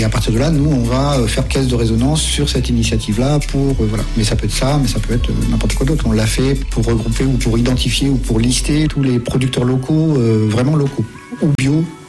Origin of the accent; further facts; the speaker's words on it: Poule-les-Écharmeaux, Auvergne-Rhône-Alpes, France; je viens de Poules-les-Écharmeaux dans le Beaujolais Vert.